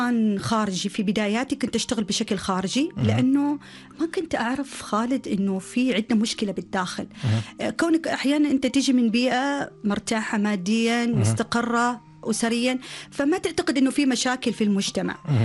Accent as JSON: {"language": "Arabic", "country": "Oman", "said": "إحنا بحكم أنه كعمانيين أصلاً عندنا كثير من الصفات والقيم"}